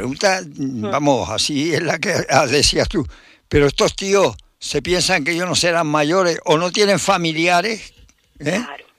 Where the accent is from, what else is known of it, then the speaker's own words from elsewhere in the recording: Guatiza, Canary Islands, Spain; born there; Yo nací en Guatiza, ¿eh? Te dije que conocía el tema, pero